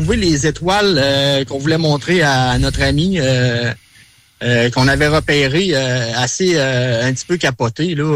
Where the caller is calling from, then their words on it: Quebec City, Quebec, Canada; moi je viens de Québec en fait de la ville de Québec.